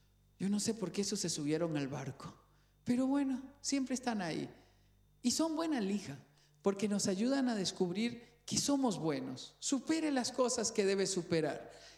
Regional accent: Cañas, Guanacaste, Costa Rica; Yo soy de Cañas, de una tierra rural. Andábamos en botas de hule, nadábamos entre los ríos. Crecí en una casa de madera donde teníamos bacenilla porque el servicio sanitario estaba allá afuera.

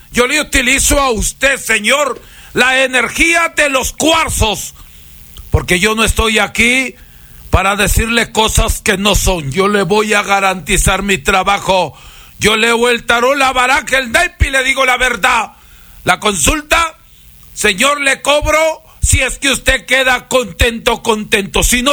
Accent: Huancabamba, Piura, Peru; now in Salcedo, Ecuador; soy peruano huancabambino bautizado en la Laguna Blanca, Laguna El Chimbe, Laguna El Toro, Laguna La Palangana.

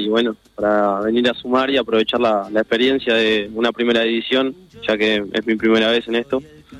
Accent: Laureles, Uruguay; vengo de Laureles

